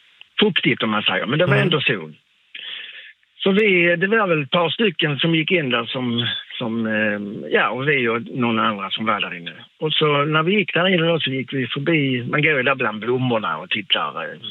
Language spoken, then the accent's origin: Swedish; Malmö, Skåne, Sweden; Ja, men vi bor i en liten stuga här på Öland. Jaha, var kommer ni med? Ja, jag vet från Malmö, sa jag.